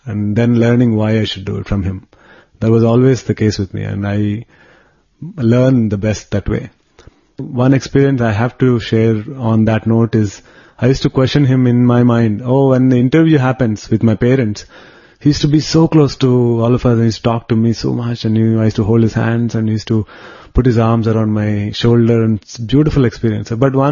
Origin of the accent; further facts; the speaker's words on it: Tirupati, Andhra Pradesh, India; I'm from Tirupati and I'm so-and-so's son.